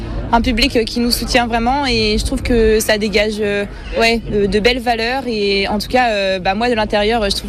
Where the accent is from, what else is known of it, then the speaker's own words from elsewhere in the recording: France; en tant que Française, il y a le petit truc en plus.